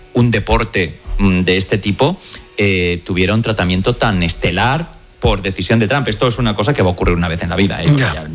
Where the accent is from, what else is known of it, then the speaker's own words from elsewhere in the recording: Valencian Community, Spain; Yo tengo que decir, como valenciano que soy